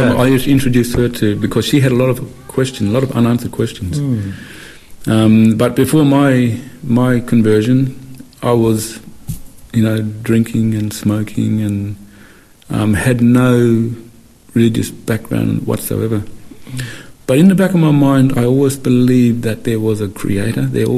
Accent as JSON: {"language": "English", "region": "Western Australia", "country": "Australia", "tie": "born or raised there", "said": "I grew up in Western Australia. My mum is Aboriginal, and my dad is German. But I was raised with my mum."}